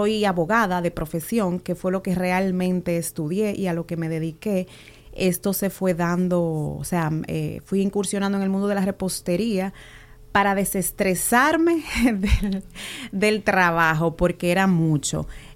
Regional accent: Dominican Republic; moved away as an adult; Yo nací aquí, pero me crié toda mi vida en República Dominicana, donde estudié, me formé. Y hice vida adulta y pequeña. Vine en el 2019, más o menos mayo.

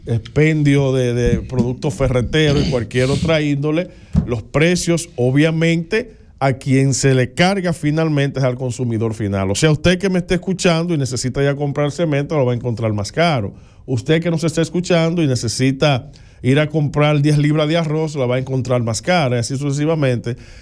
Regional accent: Dominican Republic; somos los dominicanos y las dominicanas

